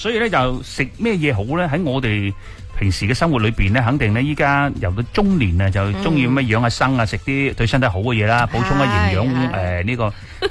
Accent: Guangdong, China

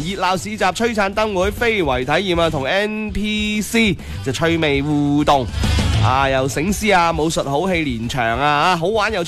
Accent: Guangdong, China; 我哋广东人好务实㗎

